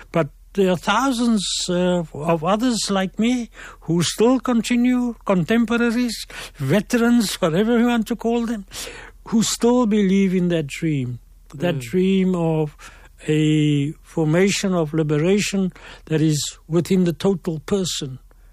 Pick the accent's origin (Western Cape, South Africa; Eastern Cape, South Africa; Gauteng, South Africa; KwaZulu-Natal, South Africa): Western Cape, South Africa; Cape Town; I grew up in the Steenberg Retreat area.